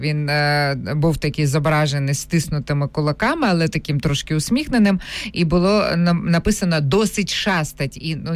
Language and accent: Ukrainian; Kyiv, Ukraine; ми, кияни, ми тут живемо